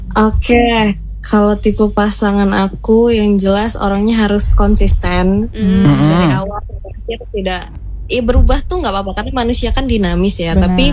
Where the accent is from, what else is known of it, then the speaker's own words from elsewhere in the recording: Lampung, Indonesia; aku asalnya dari Lampung.